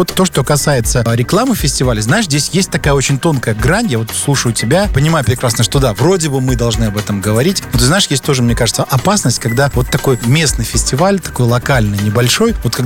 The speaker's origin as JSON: {"language": "Russian", "country": "Belarus", "said": "Мы, белорусы"}